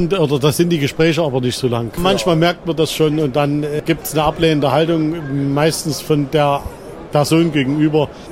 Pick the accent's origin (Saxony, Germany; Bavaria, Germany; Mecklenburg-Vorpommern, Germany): Saxony, Germany; Chemnitz; Ich komme aus Chemnitz, Sachsen.